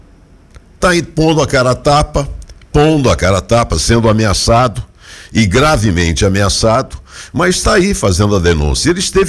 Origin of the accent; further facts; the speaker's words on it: Brazil; born there; Meus filhos moram aqui, né? A gente tem os netos, tem uma história, nós nascemos aqui em Itacoaritinga